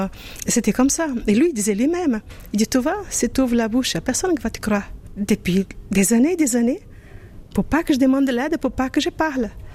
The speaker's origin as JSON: {"language": "French", "country": "Brazil", "moved": "yes", "said": "Et c'est là que je suis partie, justement, du Brésil."}